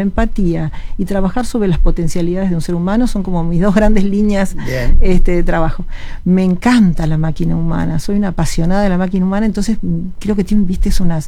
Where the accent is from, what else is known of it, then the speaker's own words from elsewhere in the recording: Argentina; moved away as an adult; also born or lived in Belgrano, Buenos Aires; now in Uruguay; se iba a poner mucho más cruda la situación en mi país.